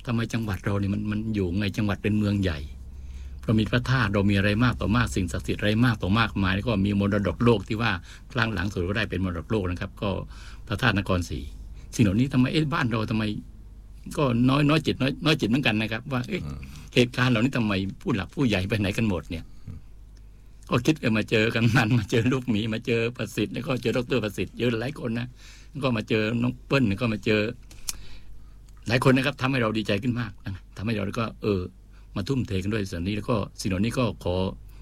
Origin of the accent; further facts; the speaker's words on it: Southern Thailand, Thailand; เราเป็นคนใต้คนหนึ่งนะครับโดยเฉพาะคน14จังหวัดภาคใต้นะครับ